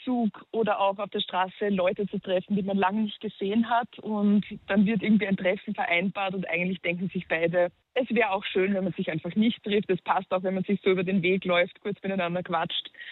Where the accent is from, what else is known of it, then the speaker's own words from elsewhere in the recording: Upper Austria, Austria; accent: Upper Austrian; Nöbi bedeutet Nebel auf Oberösterreichisch, meinem Dialekt.